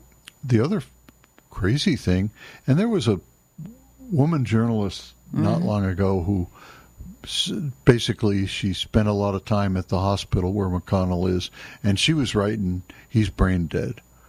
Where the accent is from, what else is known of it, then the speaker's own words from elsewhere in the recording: Brooklyn, New York, United States; born there; I'm sure I could ultimately find out what hospital I was born in Brooklyn.